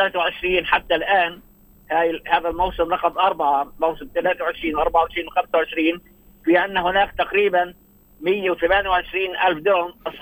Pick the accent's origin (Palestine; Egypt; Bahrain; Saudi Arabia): Palestine; احنا إلنا كفلسطينيين